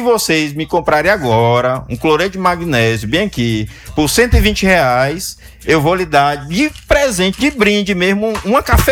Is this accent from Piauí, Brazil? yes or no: yes; Teresina, Piauí, Brazil; Eu sou da Zona Norte, fui criado na Zona Norte, mas hoje em dia eu moro aqui já pertozinho, assim, mas eu amo a Zona Norte.